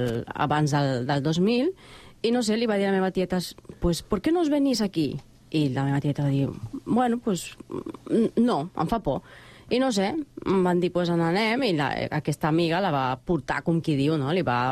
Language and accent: Catalan; Guayas, Ecuador; now in Spain; bon dia. Bueno, jo sóc de l'Equador, concretament de Guayaquil, un poble que està a 2 hores, per dir-ho així. Bueno, el meu poble és petit, és pobre